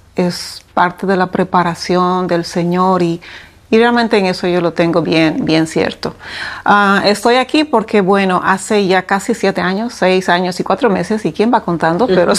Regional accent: Bolivia; moved away as an adult; now in Dominican Republic; Soy boliviana de origen y ya muchos años acá.

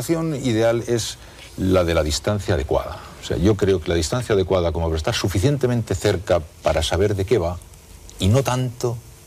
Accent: Basque Country, Spain; Sí, me considero vasco y español.

